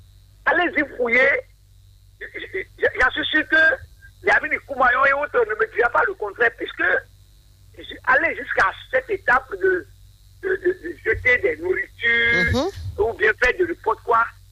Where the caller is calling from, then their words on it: Sèmè-Podji, Ouémé, Benin; De la municipalité du Sémé, Odi, village Djefa.